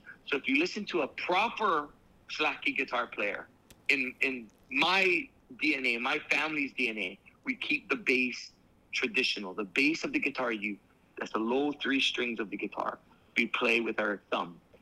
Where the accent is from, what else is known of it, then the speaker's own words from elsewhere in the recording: Honolulu, Hawaii, United States; I have no Hawaiian. I'm half German, half Portuguese. That's it. Born and raised here. But I am not Hawaiian. I do not have Hawaiian blood.